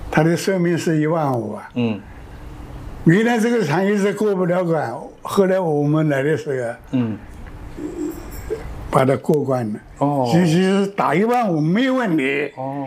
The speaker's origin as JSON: {"language": "Chinese", "region": "Jiangsu", "country": "China", "tie": "born or raised there", "said": "我老家是江苏的，我是57年。"}